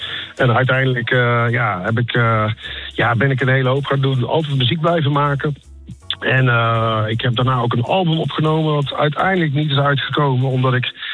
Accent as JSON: {"language": "Dutch", "town": "Waalwijk", "region": "North Brabant", "country": "Netherlands", "tie": "born or raised there", "said": "we zijn een schuchtere Brabantse jongen, inderdaad, geboren en getogen in Waalwijk."}